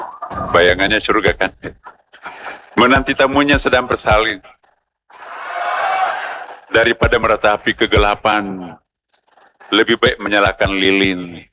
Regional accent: Eastern Indonesia, Indonesia; Ya bukan karena saya berasal dari Indonesia Timur

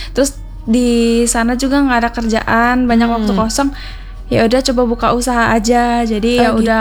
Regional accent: Sumbawa, West Nusa Tenggara, Indonesia; moved away; Aku aslinya dari Sumbawa

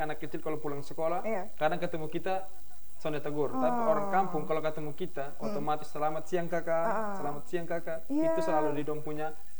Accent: Atambua, East Nusa Tenggara, Indonesia; lahir besar di Belu, cuman orang tua yang mix.

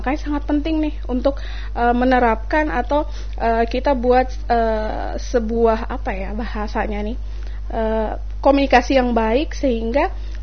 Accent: Alor, East Nusa Tenggara, Indonesia; Karena memang di Alor itu, saya kebetulan dari Alor. Di Alor itu kami bahkan dalam satu rumah itu banyak agamanya.

